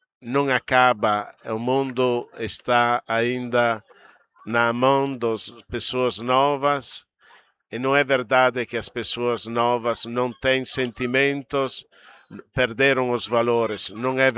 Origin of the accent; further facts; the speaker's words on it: northern Italy, Italy; Portuguese is a second language; moved away; Vou no norte da Itália, perto da minha terra